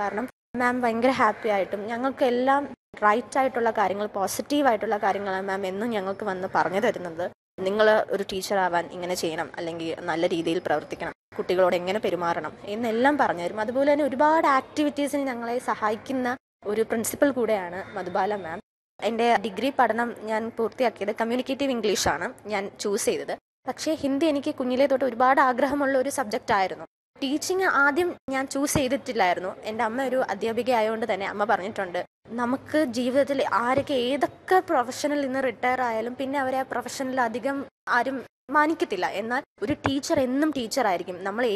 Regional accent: Thiruvananthapuram, Kerala, India; ഞാൻ തിരുവനന്തപുരം സ്വദേശിനിയാണ്.

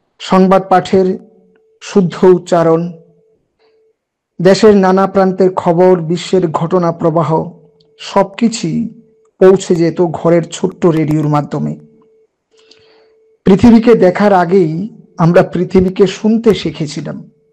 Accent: Kakraban, Tripura, India; born there; now in Agartala, India; আমার জন্ম হয়েছিল কাকড়াবনে, যদিও বর্তমানে কাজের নিরিখে আমাকে আগরতলায় থাকতে হয়।

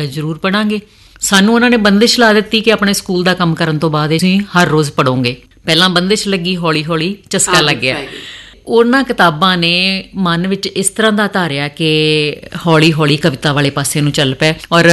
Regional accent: Punjab, India; ਸ਼ਾਦੀ ਵੀ ਬਹੁਤ ਨੇੜੇ ਹੋਈ, ਮੇਰੇ ਪਿੰਡ ਤੋਂ ਕੋਈ ਤਕਰੀਬਨ 6 ਕਿਲੋਮੀਟਰ ਦੂਰ ਕਸਬਾ ਸੁਲਤਾਨਪੁਰ ਲੋਧੀ, ਜਿੱਥੇ ਮੇਰੀ ਸ਼ਾਦੀ ਹੋਈ।

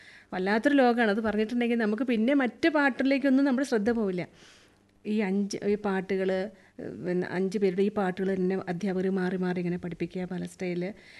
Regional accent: Kozhikode district, Kerala, India; moved away as an adult; now in Idukki, India; ഞാൻ പഠിച്ചത് വളർന്നില്ല കോഴിക്കോട് ജില്ലയിൽ.

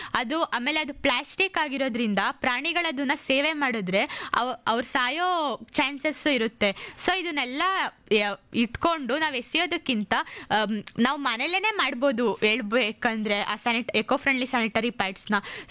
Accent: Mysore, Karnataka, India; moved away; ನಾವು ಮೈಸೂರವರು

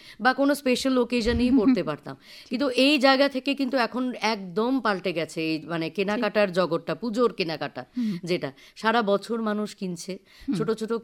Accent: Tripura, India; আমাদের ত্রিপুরার এত ভালো ভালো কাজ

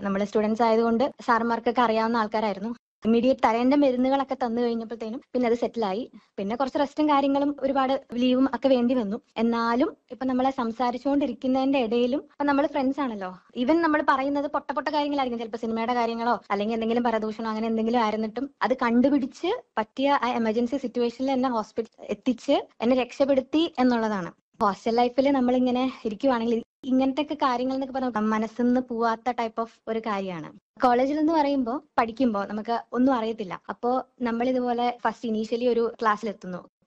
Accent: Ernakulam, Kerala, India; ആ സമയത്ത് ഞാൻ എറണാകുളത്തു നിന്നാണ് വരുന്നത്.

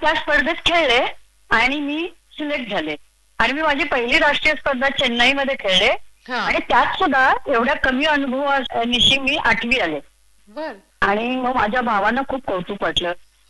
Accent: Sangli, Maharashtra, India; मी मुळची सांगलीची बर का

